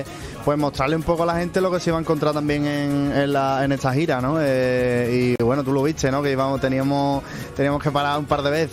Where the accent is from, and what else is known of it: Sanlúcar de Barrameda, Andalusia, Spain; born there